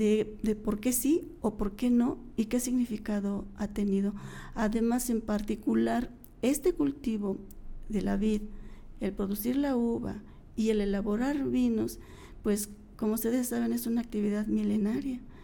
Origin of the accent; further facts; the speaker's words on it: Mexico; lo que somos como mexicanos, como este grupo mestizo, que son la mayoría de la población